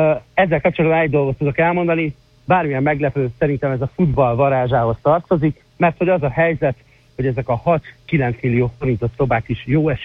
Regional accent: Hungary; alapvetően magyarként

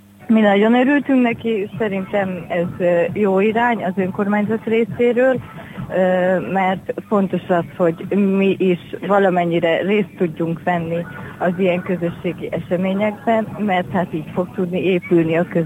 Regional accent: Ócsa, Pest, Hungary; born there; moved away as an adult; now in Kakucs, Hungary; Mi 2020-ban költöztünk ide a településre, és egyébként Ócsáról jöttünk, mind a ketten oda születtünk.

